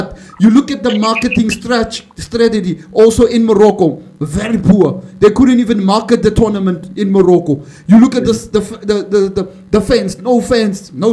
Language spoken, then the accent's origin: English; South Africa; today I'm a South African.